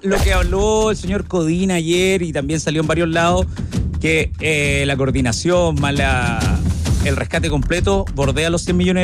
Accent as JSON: {"language": "Spanish", "country": "Chile", "said": "como somos copuchentos los chilenos"}